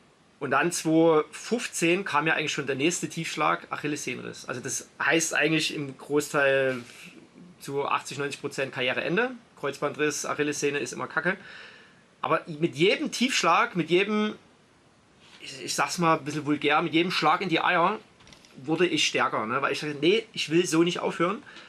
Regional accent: Belgium; ich bin als Belgier auf Nummer 1 ins Ziel gekommen

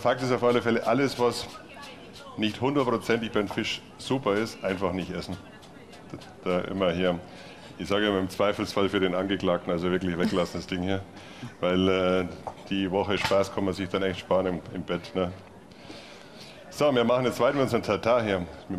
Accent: Bavaria, Germany; moved away as an adult; now in Dresden, Germany; Ich komme aus Bayern, komme aus dem Bayerischen Wald, am Rand vom Bayerischen Wald und bin jetzt mittlerweile seit 31 Jahren hier in Dresden auch.

